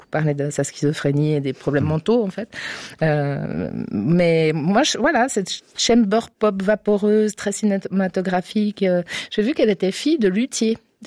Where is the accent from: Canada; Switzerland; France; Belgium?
Switzerland; Romandy; en tant que suisse roman